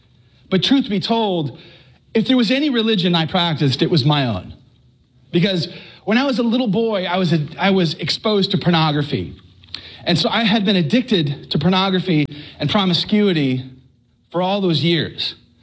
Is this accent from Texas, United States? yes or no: yes; Texas, United States; I'm from Texas. It comes deshelled and in butter, you know?